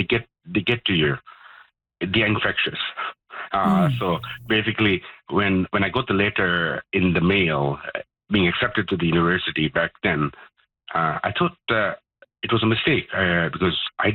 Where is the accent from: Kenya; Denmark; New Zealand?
Kenya; moved away as an adult; now in Canada; Well, I'm originally from Kenya, and back in the year 2003, I was looking for an education. And one of the things New Brunswick had to offer was very agile.